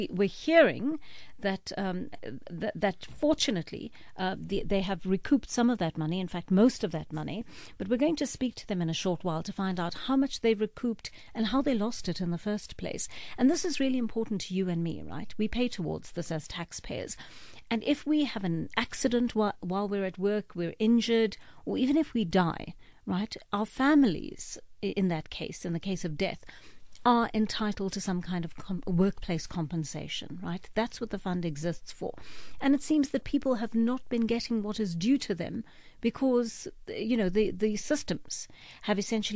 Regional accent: South Africa; And I would really, as a South African citizen, like to see this happen.

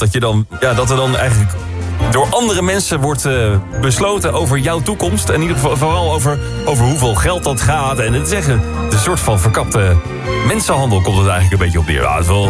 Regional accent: Netherlands; Mogen we trots op zijn als Nederlanders.

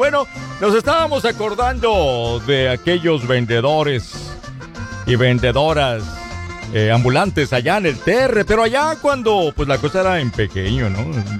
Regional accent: Nayarit, Mexico; en mi tierra incluso se le conoce como istete y todavía lo venden en la capital, en Tepic.

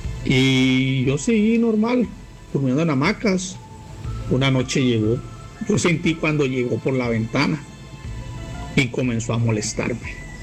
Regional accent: Montería, Córdoba, Colombia; moved away as an adult; now in Urabá, Colombia; Cumpliendo ya 22 años, me vine de Montería, Córdoba, para aquí, para la zona Urabá, por la zona de Urabá, ahí donde mi mamá.

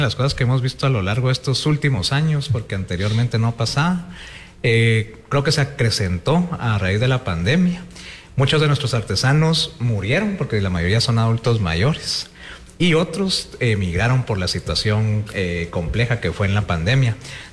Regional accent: Guatemala; fundamental y es importante no solo para la cultura, sino también para la identidad que tenemos como guatemaltecos.

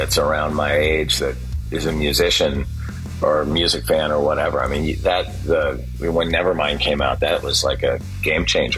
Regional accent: California, United States; everything that was in the ether when I was growing up in California in the 70s and 80s

